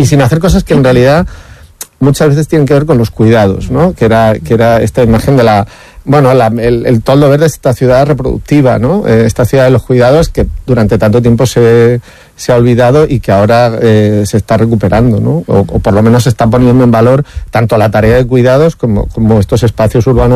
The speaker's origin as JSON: {"language": "Spanish", "town": "Almería", "region": "Andalusia", "country": "Spain", "tie": "born or raised there", "said": "mi adolescencia, de mi infancia en Almería, que era incluso casi peor que Madrid, porque era mucho más la periferia de la periferia de la periferia."}